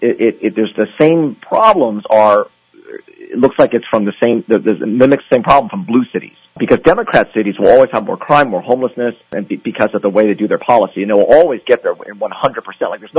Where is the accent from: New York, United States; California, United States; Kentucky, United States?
California, United States; I'm from California, so I've seen this over the course of, 20, 25 years ago.